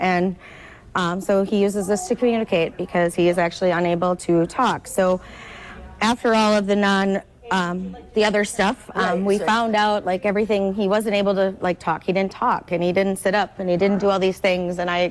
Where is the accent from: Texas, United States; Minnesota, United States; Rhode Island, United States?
Minnesota, United States; Rushford